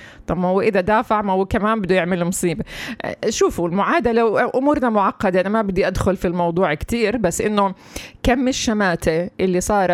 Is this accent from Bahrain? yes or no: no; Palestine; إحنا كفلسطينيين